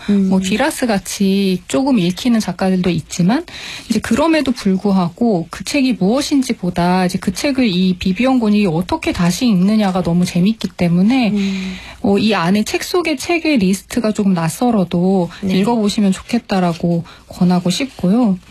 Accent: Donghae, Gangwon, South Korea; 근데 제가 10대 시절을 동해시에서 보냈거든요. 그래서 어린 시절에 살던 동네 근처 네.

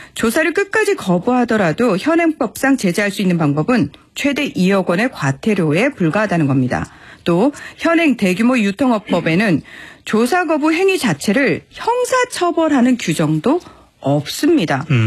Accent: South Korea; 한국 사람으로서 기분이 나빴던 게요.

